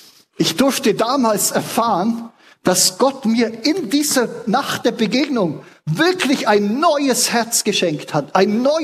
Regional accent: Bavaria, Germany; born or raised there

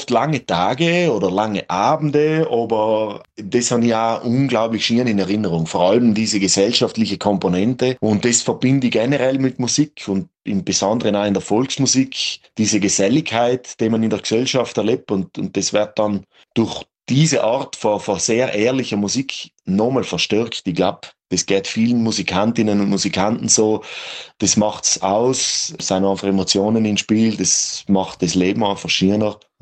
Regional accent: Klobenstein, Trentino-Alto Adige, Italy; accent: South Tyrolean; Ja, der Dialekt kommt aus Südtirol. Ich bin ein gebürtiger Rittner, das ist ein bisschen oberhalb von Bozen, genauer gesagt in Klobenstein bin ich wohnhaft, dort geboren.

